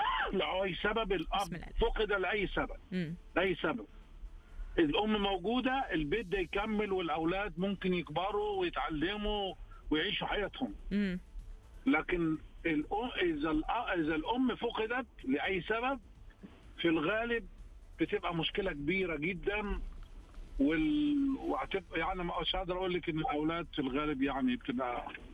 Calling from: Jeddah, Makkah Province, Saudi Arabia; بتصل من جدة.

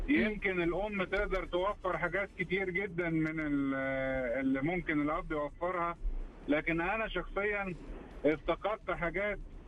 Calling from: Egypt; إحنا عندنا في مصر بيقولوا الواحد لازم يتخشن

